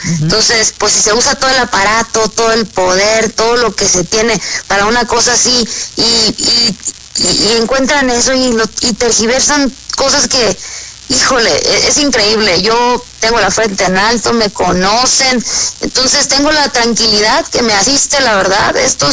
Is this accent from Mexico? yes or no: yes; Sinaloa, Mexico; soy norteña, soy sinaloense